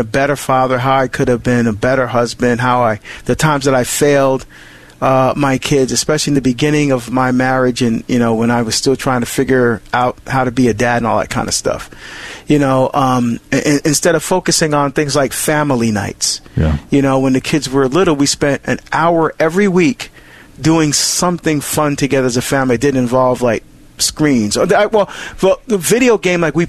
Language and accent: English; New Jersey, United States; Anthony is calling from my home state of New Jersey